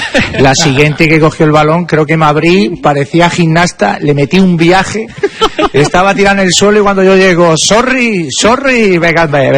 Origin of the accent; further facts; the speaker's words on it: A Coruña, Galicia, Spain; yo vengo de Coruña y el sol no lo he visto ni en pintura